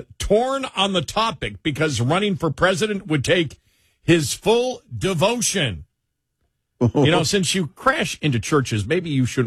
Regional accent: Buffalo, New York, United States; accent: Buffalo

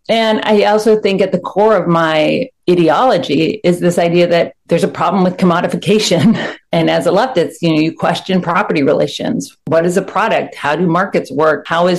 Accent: Athens, Georgia, United States; moved away; And as I got older and I left Georgia, I grew up in Athens, Georgia. I got introduced as a teenager to socialism, to democratic socialism, to more economic and materialist critique.

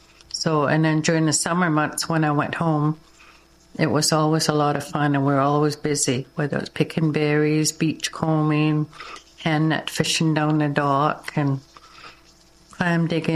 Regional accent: Turner Island, British Columbia, Canada; also born or lived in Alert Bay / Fort Rupert; I was born in Alert Bay and then raised for a little bit of time here in Sahe's Fort Rupert. And then my grandparents, then I grew up in Turner Island, and I grew up with them.

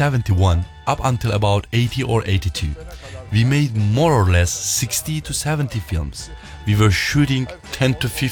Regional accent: Istanbul, Turkey; Istanbul is an enormous city. I'm from Ortaköy, one of the best districts.

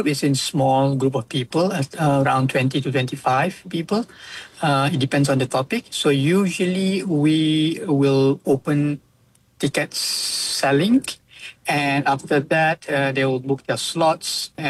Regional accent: Malaysia; we as a Malaysian or as a Southeast Asian

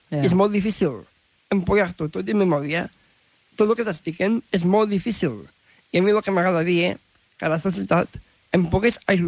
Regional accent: Tàrrega, Catalonia, Spain; Perquè clar, jo no ho he dit. Jo soc de Tàrrega.

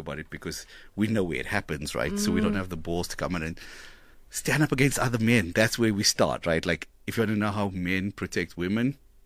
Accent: South Africa; We're such a desensitized society in South Africa, right?

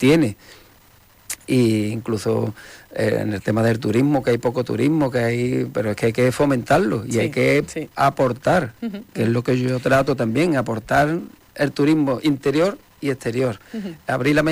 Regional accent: Morón, Spain; que es verdad que soy de Morón y lo alabo mucho

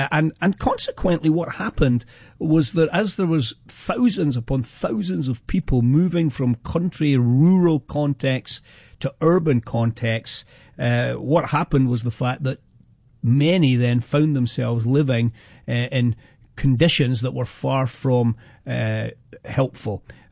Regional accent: Glasgow, Scotland, United Kingdom; born there; as a Scotsman, one of them was a Scotsman, born in the same city that I was born in the city of Glasgow.

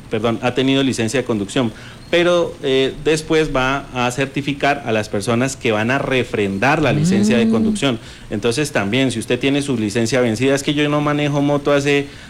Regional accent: Colombia; Van a haber muchos más trámites, y seguramente, como buenos colombianos, todo lo dejamos para última hora.

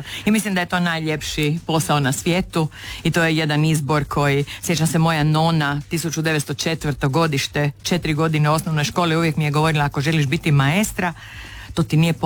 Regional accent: Rijeka, Primorje-Gorski Kotar County, Croatia; first language Chakavian and Fiuman (Italian dialect); Ja ne mogu reći da sam Talijanka iz Rima. Ja sam Riječanka koja donosi u sebi i taj talijanski

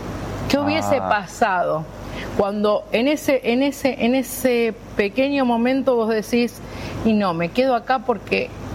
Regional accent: Rosario, Santa Fe, Argentina; moved away as an adult; now in United States

